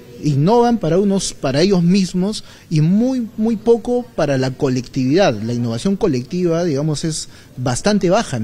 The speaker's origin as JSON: {"language": "Spanish", "country": "Peru", "said": "¿Qué tan innovadores somos los peruanos y especialmente los jóvenes?"}